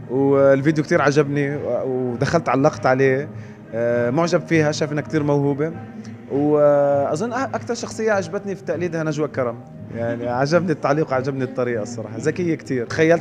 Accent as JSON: {"language": "Arabic", "country": "Jordan", "said": "أنا من الأردن"}